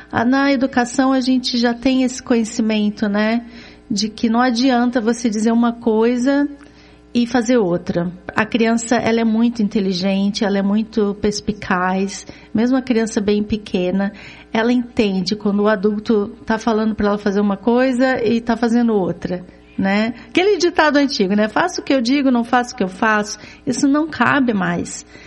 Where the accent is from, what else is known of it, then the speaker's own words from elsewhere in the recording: Rio de Janeiro, Brazil; moved away as an adult; also born or lived in Florianópolis; now in Curitiba, Brazil; Eu sou do Rio de Janeiro, mas eu saí do Rio com 26 anos, morei 9 anos em Florianópolis, estou em Curitiba faz 17 anos agora.